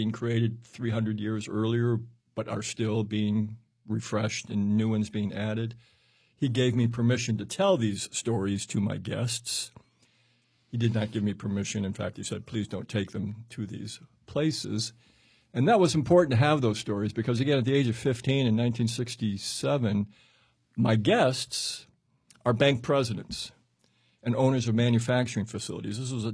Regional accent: Illinois, United States; born there; also born or lived in Greenville, Mississippi; It began when I was 15 years old, growing up in northern Illinois. So this would be 1967.

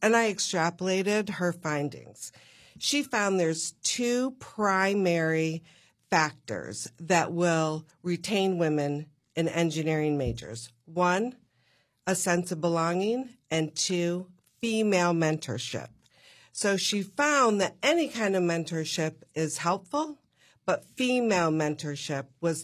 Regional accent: Endicott, New York, United States; I grew up in the birthplace of IBM.

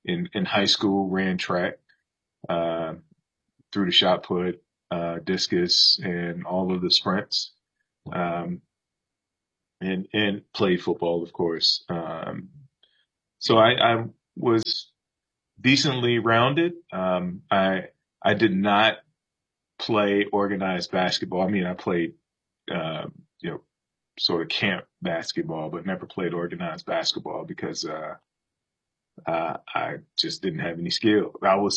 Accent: Hampton, Virginia, United States; I grew up in Hampton, Virginia, and spent the younger part of my life living in the Phoebus area of Hampton

